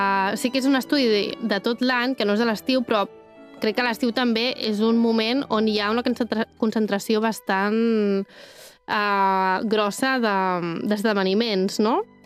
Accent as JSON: {"language": "Catalan", "town": "Castellbisbal", "region": "Catalonia", "country": "Spain", "said": "Jo, per exemple, a Castellbisbal, que és el meu poble"}